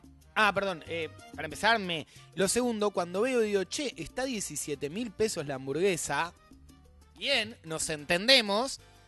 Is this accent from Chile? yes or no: no; Buenos Aires, Argentina; los porteños son el peor, el peor problema de Capital Federal, somos es Capital Federal